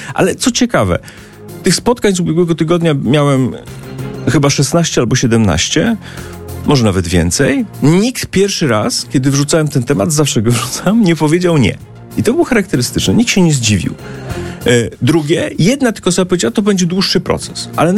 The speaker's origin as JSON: {"language": "Polish", "town": "Rzeszów", "region": "Subcarpathian Voivodeship", "country": "Poland", "tie": "born or raised there", "also_born_or_lived": "Kraków", "said": "jestem posłem ze wschodu Polski. Kiedyś z Krakowa, dzisiaj Rzeszów. Moje miasto rodzinne, wróciłem tam."}